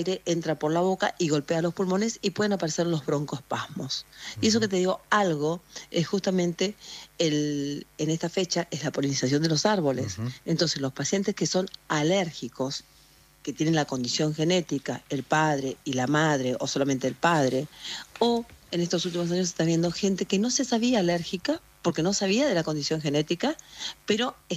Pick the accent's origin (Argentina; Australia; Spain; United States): Argentina; Bellavista, Corrientes; born or raised there; now in Buenos Aires, Argentina